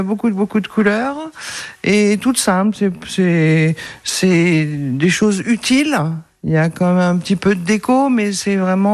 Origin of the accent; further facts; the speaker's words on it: Druyes-les-Belles-Fontaines, Bourgogne-Franche-Comté, France; born there; Parce que je suis née à Drue. À 50 mètres, et j'habite à 30 mètres